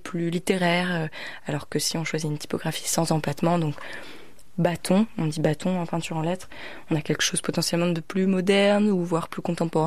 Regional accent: Pouldreuzic, Brittany, France; Moi j'aime bien faire le lien parce que j'ai grandi à Poulresic et du coup je trouve que.

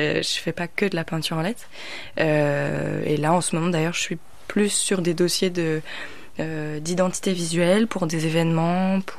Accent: Brittany, France; Moi j'aime bien faire le lien parce que j'ai grandi à Poule-Rosier

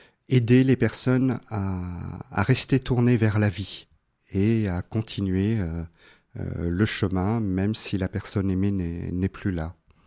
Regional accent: Dijon, Bourgogne-Franche-Comté, France; born there; moved away; also born or lived in Namur, Belgium; je suis né à Dijon, dans une famille où j'ai donc un frère, une sœur, et une famille chrétienne, pratiquante par ma mère

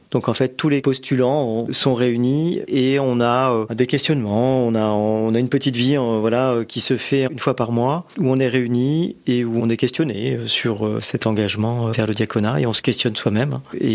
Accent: Melle, Nouvelle-Aquitaine, France; je suis originaire de Deux-Sèvres. Ouais, je suis né à Mel et mes parents sont originaires des Deux-Sèvres, mais cependant, ma maman est née à Mont, en Touraine

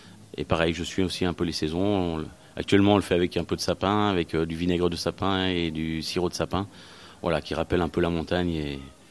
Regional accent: Bourg-en-Bresse, Auvergne-Rhône-Alpes, France; même si je suis pas d'ici, je suis lyonnais, enfin même de Bourg-en-Bresse.

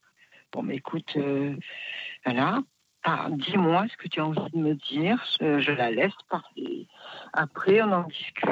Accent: Poitiers, Nouvelle-Aquitaine, France; born or raised there; now in Marseille, France

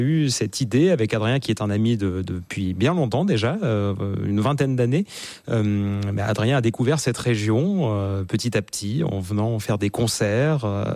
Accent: Bourg-Argental, Auvergne-Rhône-Alpes, France; born there; Alors, c'est vrai qu'il se trouve que je suis né à Bourg-Argental, donc au cœur de ces monts du Pilat. Mes parents y vivent toujours.

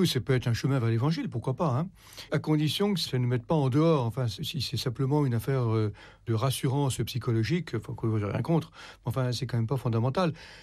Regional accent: France; Qu'on soit patriote, parce que bon, on est français, donc on est solidaire de la France

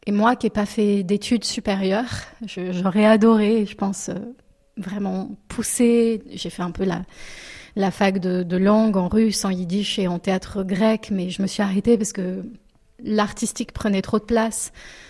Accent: France; first language French; en 2025, à l'âge que j'ai, en France, et finalement me sentir française, et pouvoir dire, mais en fait, c'est ma langue maternelle.

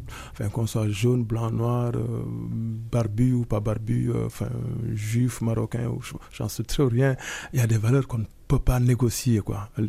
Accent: Senegal; Là, je ne parle pas en tant que Sénégalais ou en tant qu'Afranco-Sénégalais, je parle juste en tant qu'humain, tout simplement.

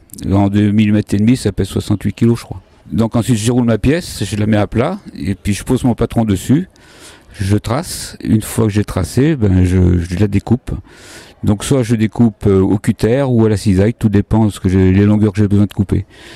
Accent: Vichy, Auvergne-Rhône-Alpes, France; vu que j'étais originaire de Vichy, donc je suis revenu dans la région

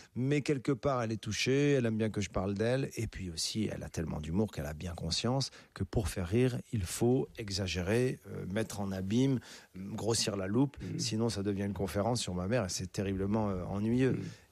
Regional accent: Casablanca, Casablanca-Settat, Morocco; born there; Je suis né à Casa et ces passions sont nées à Casa.

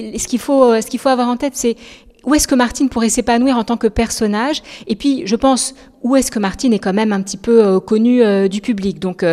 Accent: France; born there; Moi, je ne suis pas belge, je suis née en France.

